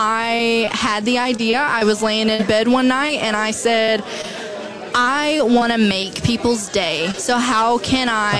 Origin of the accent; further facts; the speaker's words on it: Kentucky, United States; also born or lived in Texas / Chicago; Well, I'm from Kentucky. I'm from Kentucky. I've moved all over. I used to live in Texas, and so I used to live in Chicago.